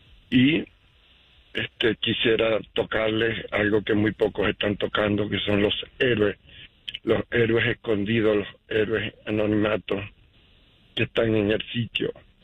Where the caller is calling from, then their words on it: Utah, United States; Muy buenos días, Jane. Te llamo desde Utah.